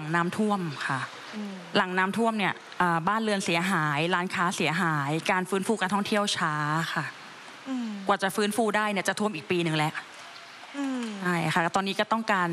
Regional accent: Nonthaburi, Thailand; ตั้งแต่เกิดโตที่นั่นเลยค่ะ

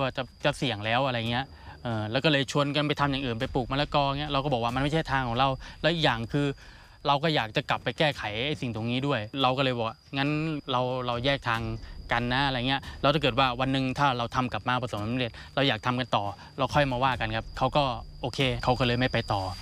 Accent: Rayong, Thailand; moved away as an adult; now in Wang Nam Khiao, Thailand; จริงๆผมเป็นคนระยองครับอำเภอแกง

